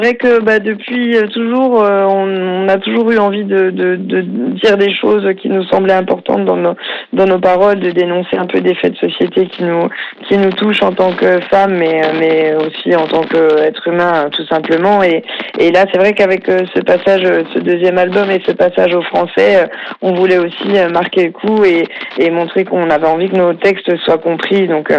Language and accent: French; Montbéliard, Bourgogne-Franche-Comté, France; de Montbéliard, en Franche-Comté.